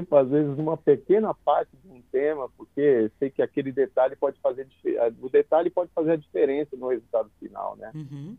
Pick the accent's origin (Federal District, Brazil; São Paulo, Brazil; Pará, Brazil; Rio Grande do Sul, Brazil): São Paulo, Brazil; São Caetano do Sul; first language Portuguese; now in São Paulo, Brazil; Sou de São Caetano do Sul. Hoje, aqui em São Paulo, eu moro aqui, né, há um tempo já.